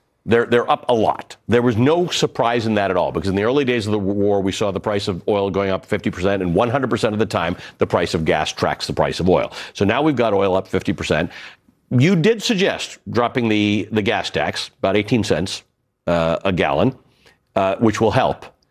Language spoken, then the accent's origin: English; Canada; moved away; my home country, Canada